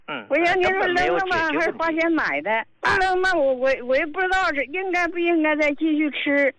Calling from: Harbin, Heilongjiang, China; 我是哈尔滨的患者。

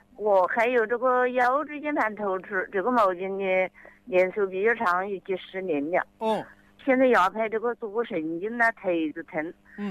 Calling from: Jingshan, Hubei, China; 我就是金山市这个青龙花园。

